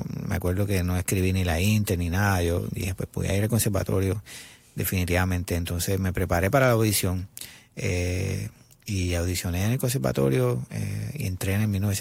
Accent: Mayagüez, Puerto Rico; also born or lived in Añasco, Puerto Rico; Mira, yo crecí en Mayagüez, Puerto Rico, y luego mi crianza fue entre Mayagüez y Añasco.

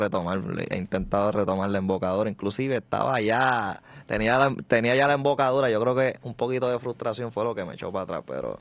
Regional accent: Juana Díaz, Puerto Rico; also born or lived in Ponce; Yo soy original de Juana Díaz, pero nací en Ponce.

